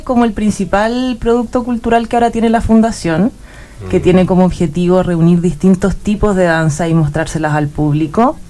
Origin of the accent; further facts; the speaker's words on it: Santa Cruz, O'Higgins, Chile; also born or lived in Santiago, Chile; now in Pichilemu, Chile; Oriunda de Santa Cruz. Aquí cerquita, viví también mucho rato en Santiago y hace como 3 años que estoy acá en Pichilemu y sus alrededores